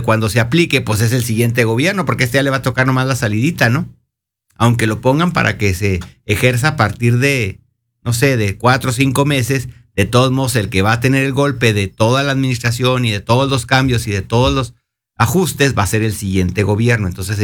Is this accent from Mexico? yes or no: yes; Mexico; estamos en la pelea como mexicanos